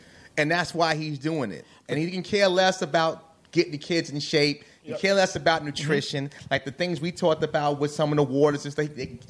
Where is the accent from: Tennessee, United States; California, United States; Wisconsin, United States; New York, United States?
New York, United States; New York City; I grew up in the Bronx